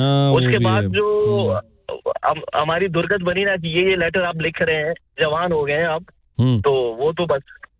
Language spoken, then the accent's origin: Hindi; Pakistan; और 1947 से पहले की है, क्योंकि मैं पाकिस्तान से हूँ तो बहुत हमारे लिए वो अनमोल है।